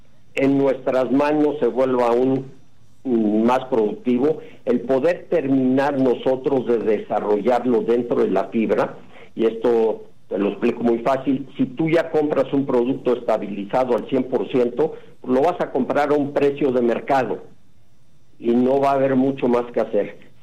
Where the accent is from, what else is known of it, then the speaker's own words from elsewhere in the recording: Mexico; lo digo como mexicano en particular